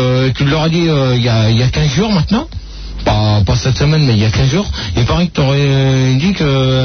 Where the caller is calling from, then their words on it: Versailles, Île-de-France, France; Je suis de Versailles.